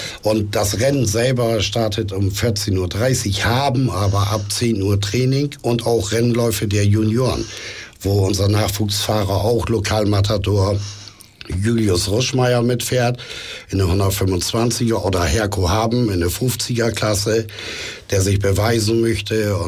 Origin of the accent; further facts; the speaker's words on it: Bremen, Germany; moved away; ursprünglich als Bremer